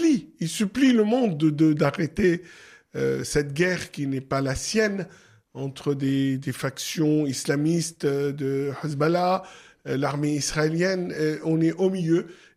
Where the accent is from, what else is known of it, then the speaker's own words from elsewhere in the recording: Beirut, Beirut Governorate, Lebanon; moved away as an adult; now in Paris, France; J'ai grandi après à Beyrouth, où j'ai commencé mes études de médecine, et j'ai été obligé de quitter le Liban suite à un attentat qui m'a coûté la vue, et je suis arrivé à Paris en 1986